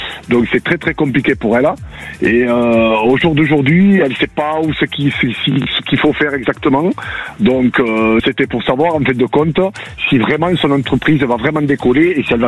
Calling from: Landes, Nouvelle-Aquitaine, France; Je vous appelle des Landes.

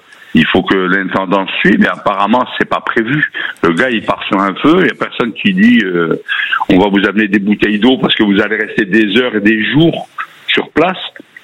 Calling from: Occitanie, France; J'habite à Maine, à côté de Lédenon.

